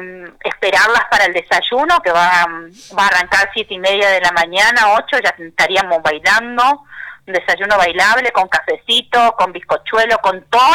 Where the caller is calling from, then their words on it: Villa Ocampo, Santa Fe, Argentina; Buenas tardes … de Villa Ocampo les habla.